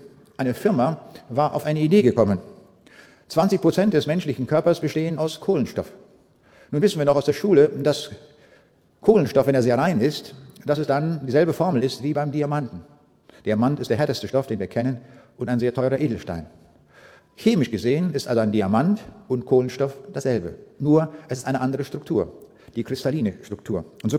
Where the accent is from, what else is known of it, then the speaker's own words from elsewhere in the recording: Braunschweig, Lower Saxony, Germany; Lengede liegt ganz in der Nähe von Braunschweig, wo ich herkomme.